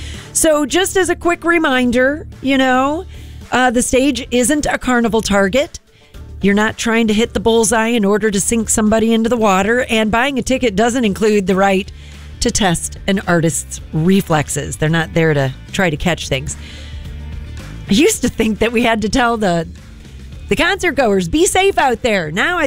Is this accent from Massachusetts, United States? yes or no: no; Indiana, United States; born there; moved away; He was in my home state.